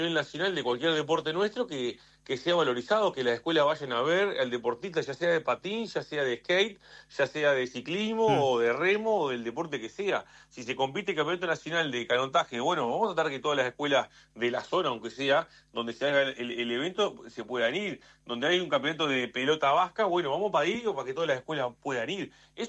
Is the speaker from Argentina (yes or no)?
no; Uruguay; estamos en Uruguay